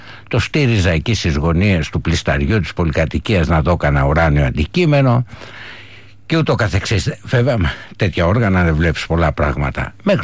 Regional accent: Athens, Attica, Greece; Έπαιρνα λοιπόν το 9 το τρόλεϊ Κυψέλη Παγκράτη, γιατί γεννήθηκα και μεγάλωσα στην Κυψέλη

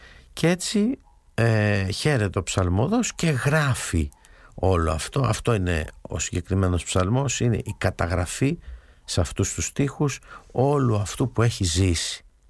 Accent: Greece; λέμε και εμείς ως Έλληνες

